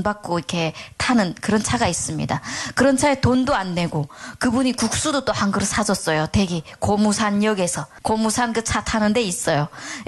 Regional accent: North Korea; now in South Korea; 저는 북한에서 왔잖아요.

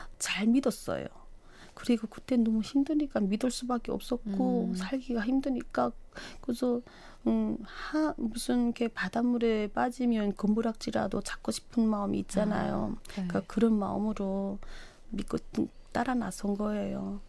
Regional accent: Hwanghae, North Korea; now in South Korea; 남한 정착 8개월 차인 황해도가 고향인

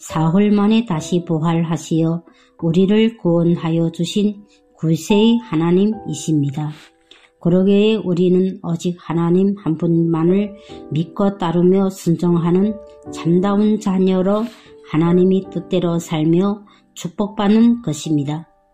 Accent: North Hamgyong, North Korea; 저는 함경북도에서 온

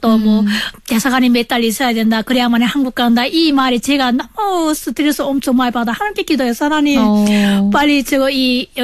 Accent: North Hamgyong, North Korea; also born or lived in China; now in South Korea; 남한 정착한 지 2개월 된 함경북도에서 온

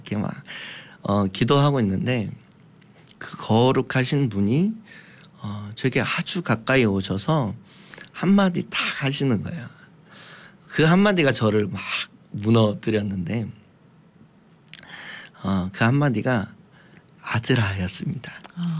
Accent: Gwangju, South Korea; 제가 이제 광주 사람입니다. 그래서 이제 광주 다시 와서 공익을 이렇게 하는데

